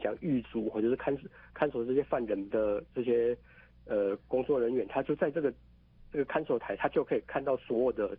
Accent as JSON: {"language": "Chinese", "town": "Chiayi", "region": "Chiayi City", "country": "Taiwan", "said": "我们嘉义市的鸡肉饭真的跟其他县市的味道不太一样"}